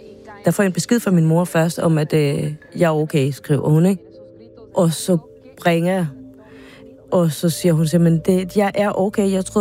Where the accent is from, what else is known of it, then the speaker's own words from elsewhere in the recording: Venezuela; now in Denmark; Den by, hvor jeg kommer fra, der har ikke været vand i 4 år.